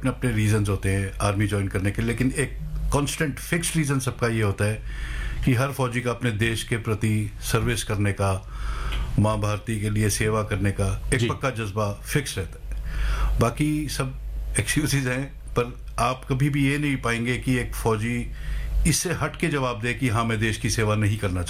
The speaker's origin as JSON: {"language": "Hindi", "town": "Rohtak", "region": "Haryana", "country": "India", "tie": "born or raised there", "said": "मैं रोहतक का रहने वाला हूँ"}